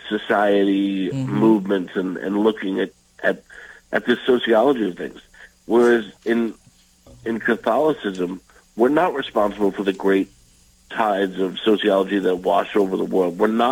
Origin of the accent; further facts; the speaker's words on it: United States; But as an American, I tend not to give the benefit of the doubt to politicians.